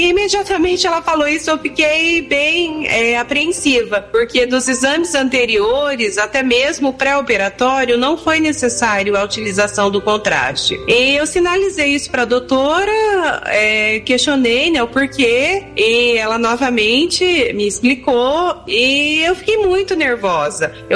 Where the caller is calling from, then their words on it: Campinas, São Paulo, Brazil; sou da cidade de Campinas.